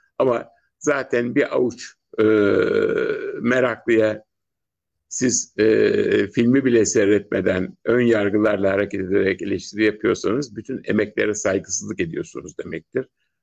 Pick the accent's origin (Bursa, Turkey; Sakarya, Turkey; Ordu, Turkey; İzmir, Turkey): İzmir, Turkey; Karşıyaka; Şöyle ben Karşıyaka'lıyım.